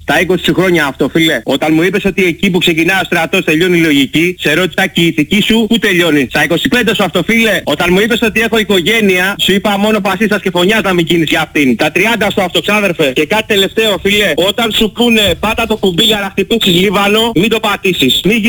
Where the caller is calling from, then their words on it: Lyon, Auvergne-Rhône-Alpes, France; από τη Λιόν.